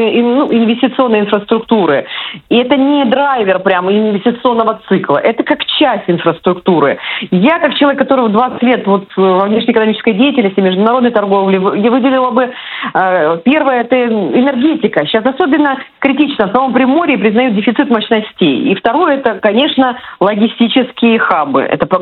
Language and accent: Russian; Far East, Russia; Бизнес ждал. Я как дальневосточница вам об этом говорю.